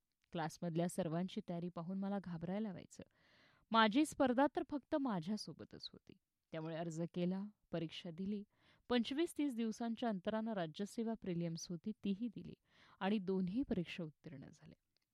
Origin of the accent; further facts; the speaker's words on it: Amravati, Maharashtra, India; moved away as an adult; also born or lived in Daryapur; शनिवार रविवार मुलीला भेटायला मी माहेरी अमरावतीला यायचे.